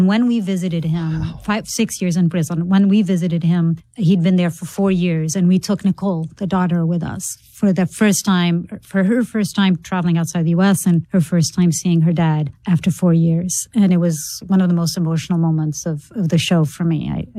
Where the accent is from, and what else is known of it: Portugal